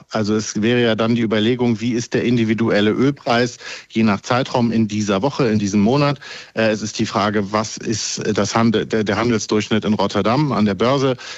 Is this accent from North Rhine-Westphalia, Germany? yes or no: no; Bavaria, Germany; bin ja aus Bayern, nicht aus Hessen